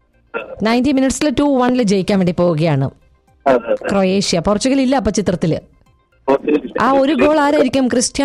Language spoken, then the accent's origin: Malayalam; Koothuparamba, Kerala, India; കണ്ണൂർക്കാരനാണ്. കണ്ണൂരിലെവിടെ? Koothuparamba.